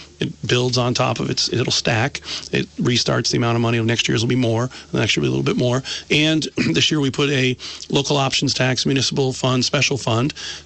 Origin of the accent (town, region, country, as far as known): Brandon, Vermont, United States; born or raised there; also born or lived in Rutland, Vermont